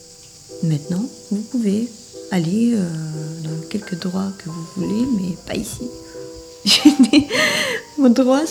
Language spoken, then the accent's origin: French; Albania; French is a second language; moved away as an adult; now in Besançon, France; Alors, je suis venue de Albanie, à Besançon.